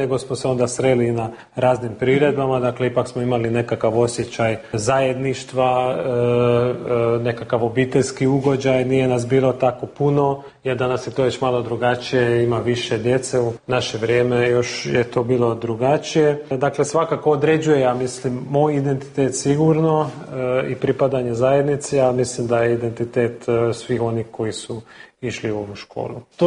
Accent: Pécs, Baranya, Hungary; ja sam rođen u Pečuju, odrastao sam u Pečuju, ali uvijek sam bio povezan sa Salantom jer mama je odavdje, cijela obitelj njena

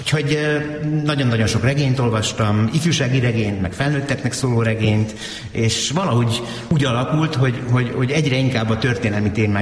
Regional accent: Budapest, Hungary; Igen, Budafokon nőttem fel.

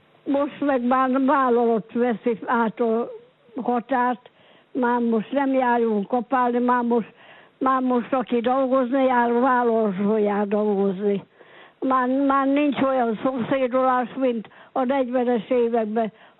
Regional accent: Kesznyéten, Borsod-Abaúj-Zemplén, Hungary; Ez a szülőfalum is, igen.

